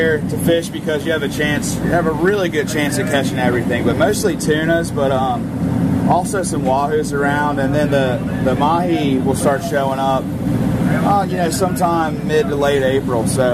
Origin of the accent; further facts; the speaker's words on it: Hatteras, North Carolina, United States; also born or lived in Wilmington; I grew up in Hatteras, born and raised. I went to school in Wilmington, North Carolina, and lived there for 5 years. But other than that, I lived right here on the island.